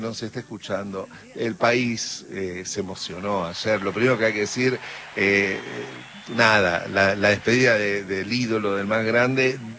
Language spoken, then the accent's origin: Spanish; Argentina; así somos los argentinos.